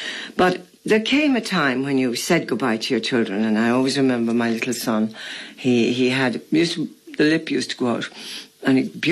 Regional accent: Ireland; our tradition in Ireland, the home is sacred.

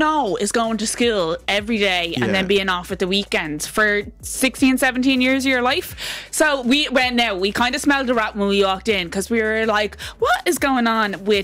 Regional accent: Wales, United Kingdom; accent: Welsh; it's my Welsh accent.

